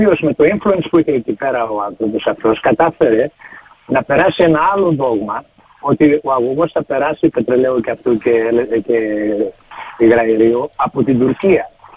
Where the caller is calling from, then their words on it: Greece; Εμείς σαν Έλληνες πάλι χάνουμε.